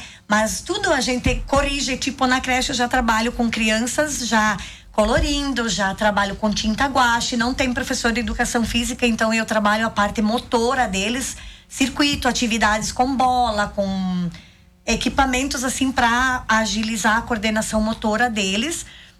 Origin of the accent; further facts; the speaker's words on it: Ipumirim, Santa Catarina, Brazil; eu nasci e me criei em Ipumirim.